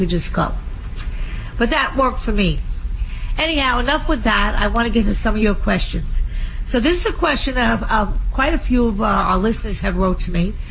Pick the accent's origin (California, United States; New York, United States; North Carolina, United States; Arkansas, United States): New York, United States; Long Island; I lived on Long Island. I grew up on Long Island.